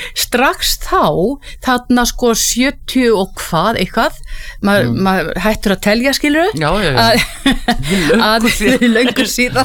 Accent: Hvolsvöllur, Southern Region, Iceland; en ég fædd og uppalinn í Rangavallasýslunni og að mestu leiti á Hvolsvelli og þar fékk ég mína fyrstu tónlistarkennslu við tónlistarskólakór Rangæinga

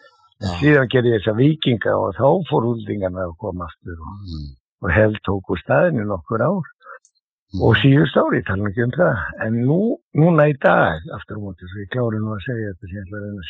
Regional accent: Reykjavík, Capital Region, Iceland; ég er fæddur og uppalinn í Klefsholtinu

